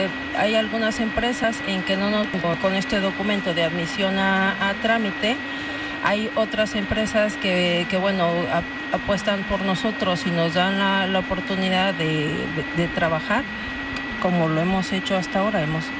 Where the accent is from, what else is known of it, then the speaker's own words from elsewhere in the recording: Mexico; also born or lived in Guadalajara / Tijuana; Soy de México.